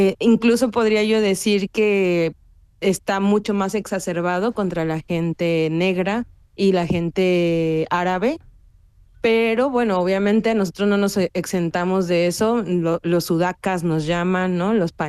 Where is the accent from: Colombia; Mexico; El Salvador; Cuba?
Mexico; moved away as an adult; now in Spain; también para mí como mexicana sí que fue más difícil porque la gente mexicana aquí en España, bueno, cuando yo llegué habíamos pocos